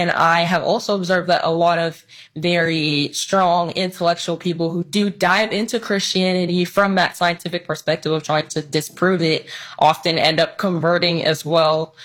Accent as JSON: {"language": "English", "country": "United States", "tie": "born there"}